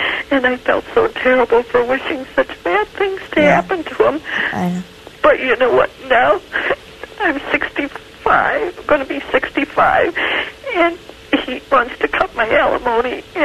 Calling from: Ohio, United States; Ohio, Mother.

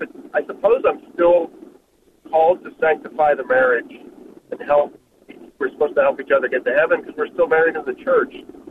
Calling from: Kingwood, Texas, United States; I live in Kingwood, Texas.

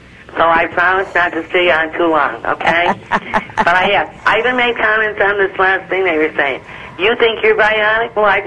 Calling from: Woodstock, Pennsylvania, United States; Well, I'm from Woodstock, Pennsylvania, sister, near the Pocono Mountains.

